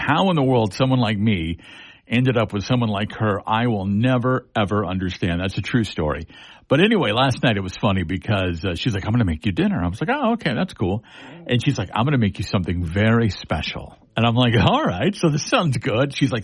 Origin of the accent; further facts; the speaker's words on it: the South, United States; I'm from the South.